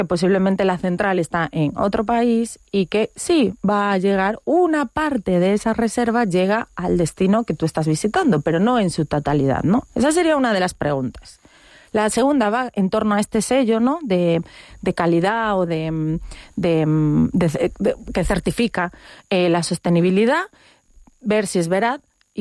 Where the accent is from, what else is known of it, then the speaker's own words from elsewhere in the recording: Galicia, Spain; Y siendo nosotras gallegas, pues igual hasta se nos hace conocido, ¿no?